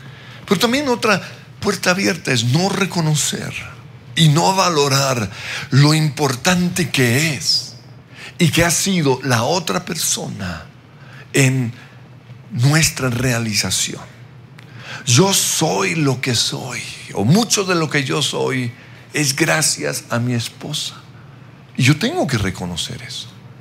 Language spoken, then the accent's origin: Spanish; Australia; Ella es de Chiquinquirá, yo soy de Australia.